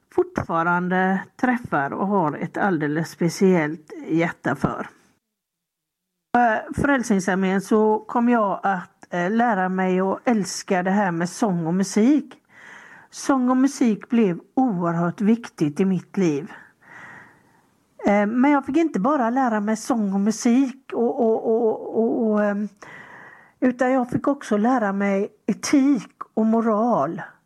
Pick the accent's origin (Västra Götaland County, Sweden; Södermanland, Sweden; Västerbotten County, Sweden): Västra Götaland County, Sweden; Gothenburg; Jag växte upp i Landala.